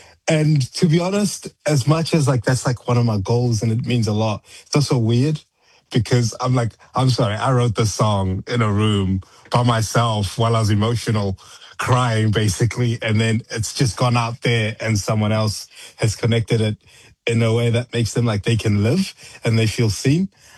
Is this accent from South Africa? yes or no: yes; South Africa; born or raised there